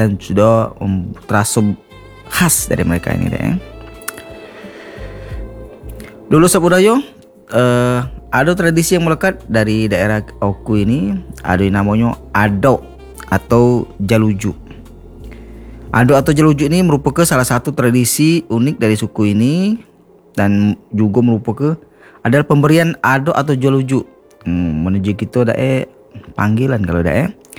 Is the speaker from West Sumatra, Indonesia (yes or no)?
no; South Sumatra, Indonesia; Jadi ujinyo asal-muasal nenek moyang wong aku ni dari Lampung dah . Pantas bae dah . Bahasa Lampung asli itu dengan aku ni mirip-mirip dah .